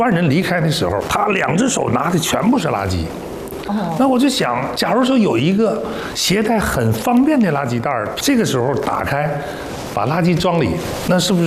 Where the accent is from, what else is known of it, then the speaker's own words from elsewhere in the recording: Yingkou, Liaoning, China; 我从小就在这个河边长大，创业了20年